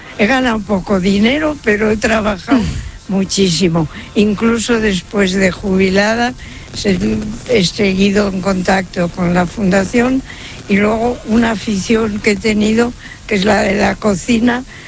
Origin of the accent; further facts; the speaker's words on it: Madrid, Community of Madrid, Spain; No nací aquí, soy madrileña, nací al lado de Alonso Martínez, pero llevo aquí más de 50 años.